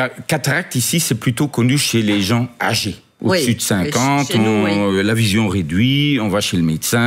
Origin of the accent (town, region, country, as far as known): Bujumbura, Bujumbura Mairie, Burundi; born or raised there